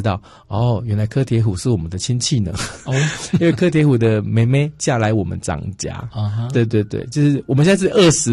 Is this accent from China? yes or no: no; Gukeng, Yunlin County, Taiwan; 我们老家还是一样在古战场，所以还看得到被子弹打穿的地方都还在这样子。